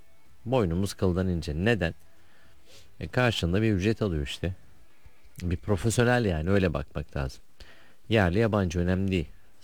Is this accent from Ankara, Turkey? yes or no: no; Adana, Turkey; Adanalıyım, Adana Demirsporluyum. O zamandan beri saygım var hocaya.